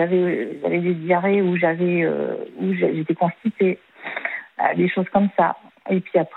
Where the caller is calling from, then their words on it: Niort, Nouvelle-Aquitaine, France; Je suis sur Niort.